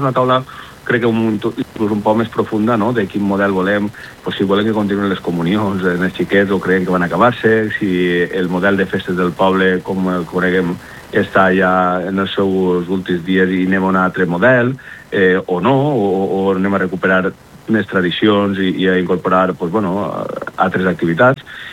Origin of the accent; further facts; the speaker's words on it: Xeraco, Valencian Community, Spain; tots som de Xeraco